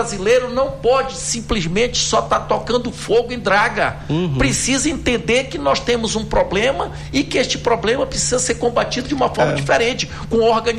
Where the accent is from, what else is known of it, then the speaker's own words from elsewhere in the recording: North Region, Brazil; nós, Amazônida